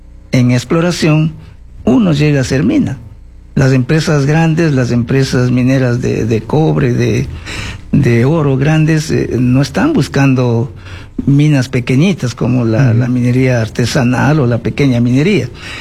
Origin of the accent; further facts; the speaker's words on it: Ecuador; nuestro país Ecuador, como Colombia y Perú, Chile, estamos ubicados en la cordillera andina, somos parte de los Andes